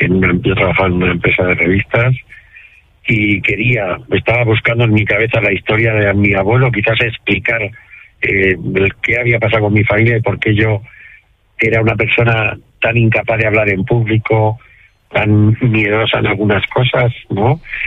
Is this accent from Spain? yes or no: yes; Navarre, Spain; born there; Y porque cuando yo nací en Navarra, iba los veranos a Pereje